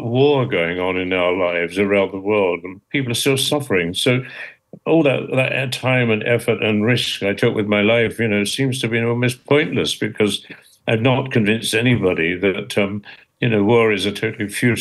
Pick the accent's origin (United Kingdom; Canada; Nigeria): United Kingdom; England; I've always been proud of being English, and I wanted to do something and, stand out as an Englishman.